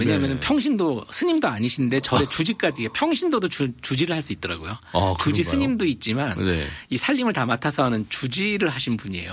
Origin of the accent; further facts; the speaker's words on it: South Korea; moved away as an adult; now in United States; 한국에서는 좀 되게 보호된 분위기에서 컸습니다.